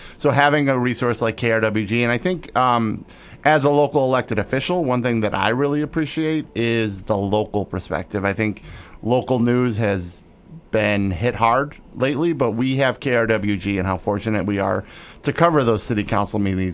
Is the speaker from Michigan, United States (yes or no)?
yes; Detroit, Michigan, United States; moved away; I'm from Detroit.